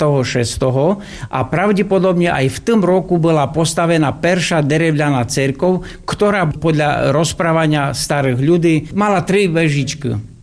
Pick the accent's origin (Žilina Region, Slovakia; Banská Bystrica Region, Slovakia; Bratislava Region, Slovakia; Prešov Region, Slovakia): Prešov Region, Slovakia; Piskorovce; U nás v Pískorivcoch bol hlavný láger tu v tejto oblasti, partizánske láger dumám.